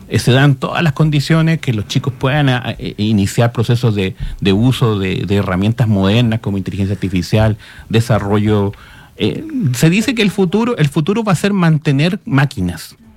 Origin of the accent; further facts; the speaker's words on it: Chile; Muy patusán, como típico chileno.